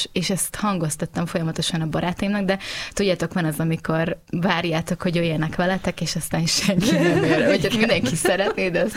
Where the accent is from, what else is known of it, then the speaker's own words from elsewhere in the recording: Győr-Moson-Sopron, Hungary; Én Győrmellől származom, és a családom azóta is ott él, és a középiskola után Pécsre mentem tanulni.